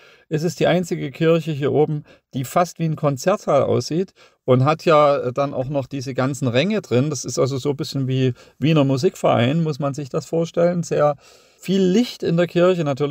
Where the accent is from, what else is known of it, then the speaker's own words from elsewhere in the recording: Schwarzenberg, Saxony, Germany; ich bin in Schwarzenberg groß geworden.